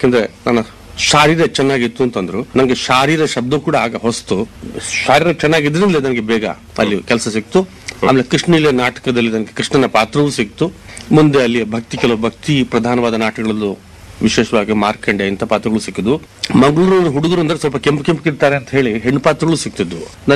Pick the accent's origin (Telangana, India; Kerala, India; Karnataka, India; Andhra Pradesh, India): Karnataka, India; born there; moved away; also born or lived in Mysore / Varanasi / Delhi